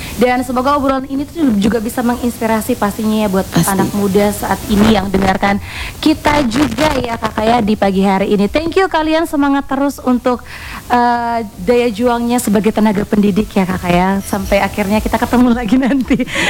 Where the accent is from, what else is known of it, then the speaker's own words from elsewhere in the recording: Ende, East Nusa Tenggara, Indonesia; apalagi musik-musik atau lagu-lagu daerah dari asal kita Ende ini kalian.